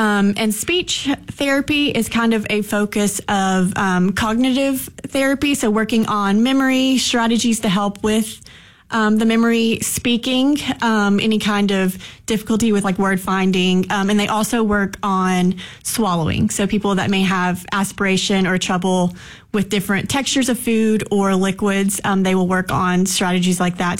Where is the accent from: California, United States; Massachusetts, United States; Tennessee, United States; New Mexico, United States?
Tennessee, United States; Kingsport; I am from Kingsport, Tennessee originally. I am a native here